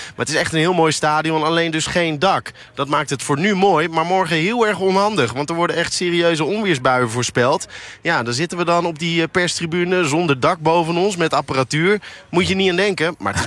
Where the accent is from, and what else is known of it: Netherlands